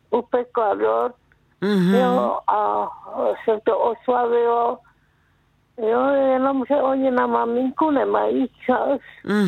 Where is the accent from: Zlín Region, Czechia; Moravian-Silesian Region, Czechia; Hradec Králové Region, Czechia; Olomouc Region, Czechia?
Zlín Region, Czechia; now in Jeseník District, Czechia; A u nás na Valachách se neslavilo a gor naši ty šli přistěhovali se tady do na okrese Jeseník po válce, takže byli roztroušeni všude možně.